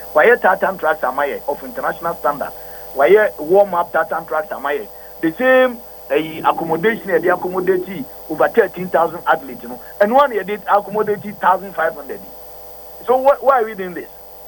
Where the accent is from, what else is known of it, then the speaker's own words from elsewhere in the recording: Nigeria; I'm a Nigerian journalist.